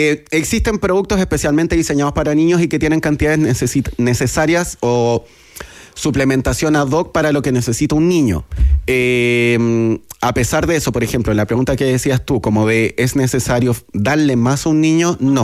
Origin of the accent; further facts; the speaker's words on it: Chile; nosotros sabemos que en Chile somos un país reyes de los problemas de salud mental.